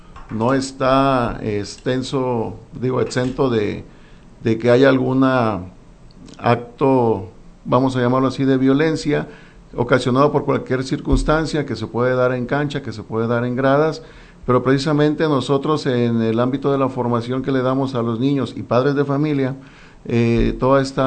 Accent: Santiago Ixcuintla, Nayarit, Mexico; now in Tepic, Mexico; pues yo soy nuevo aquí en Tepic, ¿no? Yo soy de Santiago Escuintla

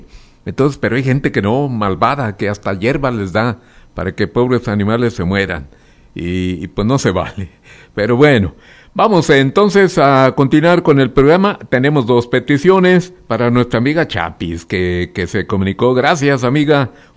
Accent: Santiago Ixcuintla, Nayarit, Mexico; moved away; Ahí mi tierra, yo soy de Santiago. ¿De dónde eres? De Santiago Ixcuintla, soy panza verde. Así nos dicen a los de Santiago.

